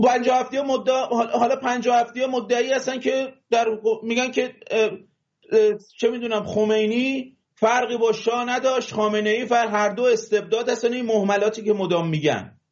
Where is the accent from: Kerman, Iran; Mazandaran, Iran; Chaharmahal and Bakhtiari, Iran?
Mazandaran, Iran; من حالا تو ذکر کردی به من چون بچه مازندرانم، این مازندرانی ها واقعا ناخواسته صداشون میره بالا.